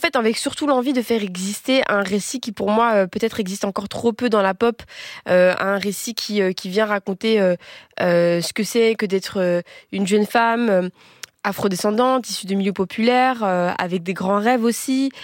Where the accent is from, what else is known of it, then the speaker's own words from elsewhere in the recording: Molenbeek-Saint-Jean, Brussels-Capital Region, Belgium; also born or lived in Tubize; Donc moi je suis née à Molenbeek, j'ai grandi, mais à ce moment-là je déménage vers mes 12 ans à Tubize, une petite ville qui est à côté de Bruxelles.